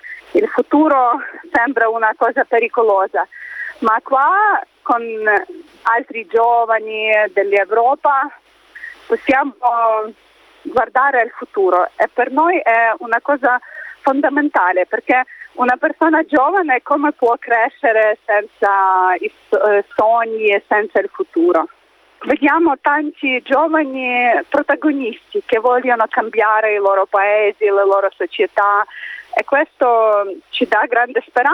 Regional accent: Kyiv, Ukraine; vengo dall'Ucraina, sono responsabile dei giovani della comunità di Sant'Egidio in Ucraina, diciamo la città di cui vengo, Kiev

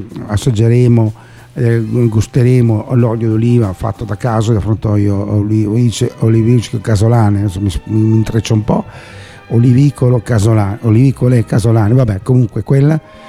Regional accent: Abruzzo, Italy; born there; now in Bologna, Italy; Io sono abruzzese da nascita, vabbè, anche se è 52, 53, non mi ricordo neanche più quanti anni che sono qui a Bologna

